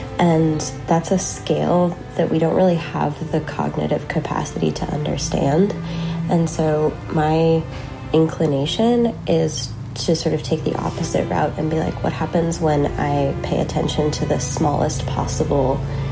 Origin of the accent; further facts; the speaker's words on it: Utah, United States; And I grew up in Utah in the West.